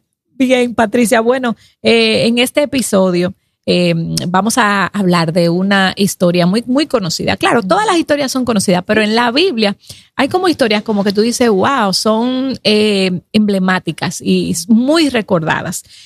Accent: San Francisco de Macorís, Duarte, Dominican Republic; moved away as an adult; mucha gente en San Francisco de Macorís, que es el pueblo donde yo nací y me crié, ajá, hasta el momento de la universidad

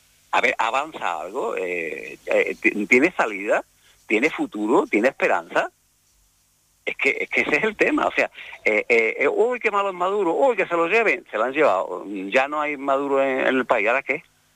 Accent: Andalusia, Spain; accent: Andalusian; Yo soy andaluz, hablo malamente, pero no es que hable malamente, es que hablo andaluz, porque soy andaluz, me gusta el gazpacho, me gusta el pescadito frito

